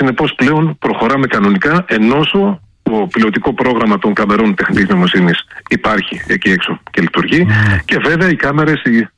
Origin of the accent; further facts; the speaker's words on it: Trikala, Thessaly, Greece; Ως τρικαλινός φοιτητής στην Αθήνα, το ξέρω πάρα πολύ καλά, γιατί αμνοκατέβαινα συνέχεια από τον παλιό δρόμο.